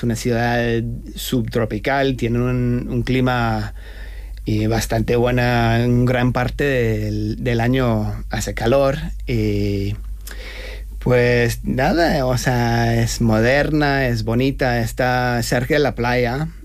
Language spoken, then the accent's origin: Spanish; Brisbane, Queensland, Australia; Spanish is a second language; moved away as an adult; now in Madrid, Spain; from Brisbane, Australia. I've been living in Spain for the last 9 months with my family.